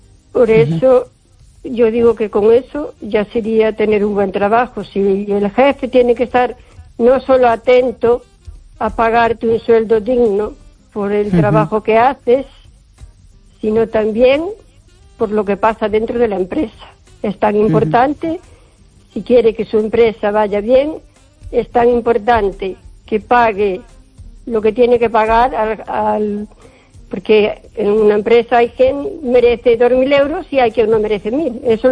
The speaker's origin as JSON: {"language": "Spanish", "town": "O Carballiño", "region": "Galicia", "country": "Spain", "said": "Hola, Esther, buenas noches … de Carballiño."}